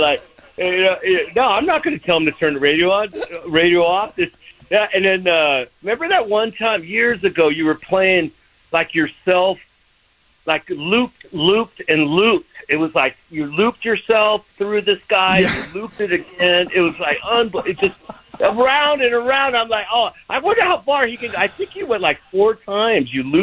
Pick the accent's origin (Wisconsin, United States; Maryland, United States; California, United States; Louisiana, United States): California, United States; and I've been up here like 30 years. I grew up in the Bay